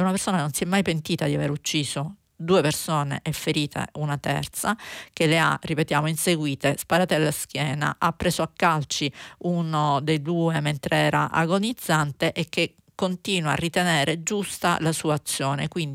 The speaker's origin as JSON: {"language": "Italian", "region": "Calabria", "country": "Italy", "moved": "yes", "said": "Io sono calabrese, quindi sono particolarmente attenta alla mia regione d'origine."}